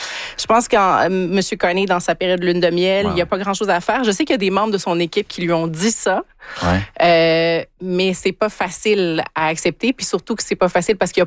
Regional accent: Quebec, Canada; now in Ontario, Canada; moi je viens du Québec

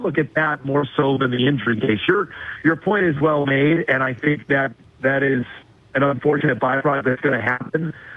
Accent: New York, United States; I'm a New Yorker. I root for the Jets

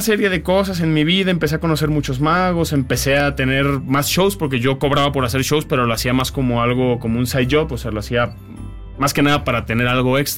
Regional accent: Colima, Mexico; porque yo soy de Colima.

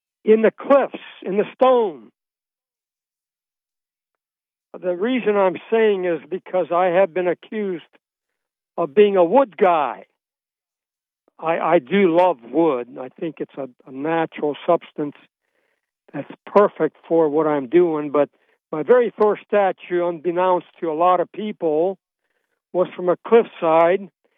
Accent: Akron, Ohio, United States; also born or lived in Budapest, Hungary / Vienna, Austria; Well, I was born outside of Budapest, Hungary. From there, I lived in Vienna, Austria. And then I finally moved to Akron, Ohio, where I went to grade school through the University of Akron.

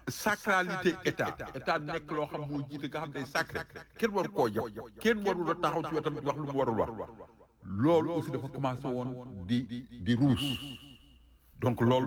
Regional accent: Senegal; en tant que Sénégalais

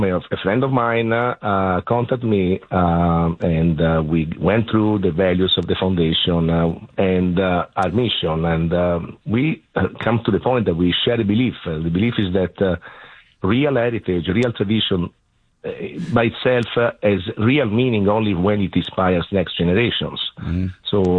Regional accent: Florence, Tuscany, Italy; moved away as an adult; now in United States; I'm originally from Florence. Personally, I'm from Florence, born and raised Firenze. Wow. And wow. I moved to the U.S. about 20 years ago because of my wife.

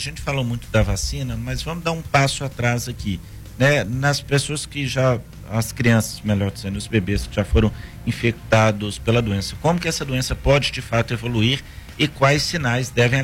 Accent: Ouro Preto, Minas Gerais, Brazil; now in Belo Horizonte, Brazil; quando eu vou para minha terra natal, que é Ouro Preto

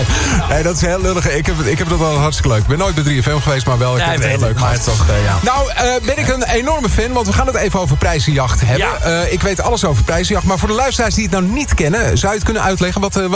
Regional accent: North Holland, Netherlands; Ik kom uit Noord-Holland en ik werk als discjockey bij een van de meest populaire radiostations binnenkort.

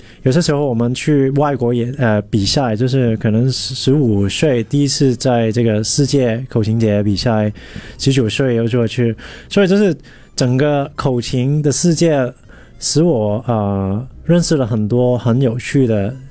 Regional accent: Hong Kong; 我是来自香港，所以我有中文也有英文名。

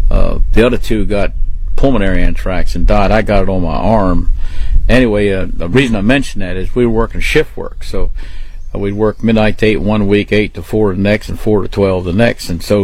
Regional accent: Maryland, United States; born or raised there

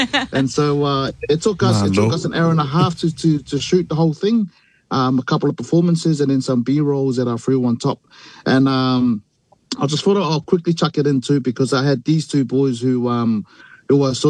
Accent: Samoa; growing up in Samoa, I was always a big fan

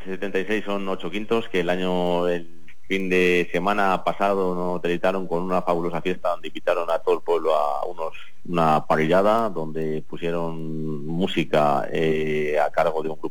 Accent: Castrejón de Trabancos, Castile and León, Spain

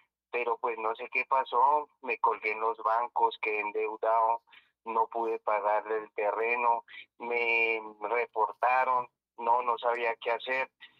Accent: Ubaté, Cundinamarca, Colombia; now in Chiquinquirá, Colombia; Pues, profesor, yo soy de Ubaté, pero pues me fui a vivir allá a Chiquinquirá.

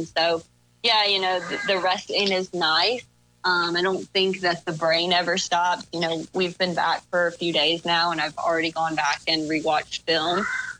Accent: South Carolina, United States; moved away; I grew up in South Carolina, and so a little bit more Baptist myself

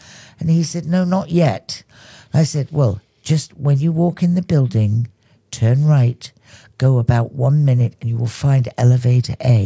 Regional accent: England, United Kingdom; now in Dominica; I'm English.

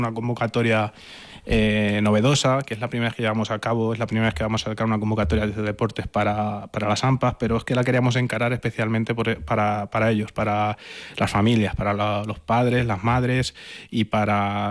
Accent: Castilla-La Mancha, Spain; Yo soy manchego

